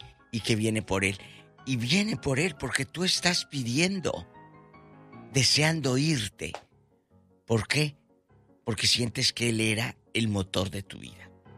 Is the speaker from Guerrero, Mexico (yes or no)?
no; Matamoros, Tamaulipas, Mexico; y ahí en mi tierra, el Matamoros, Tamaulipas, y en Control, Tamaulipas también.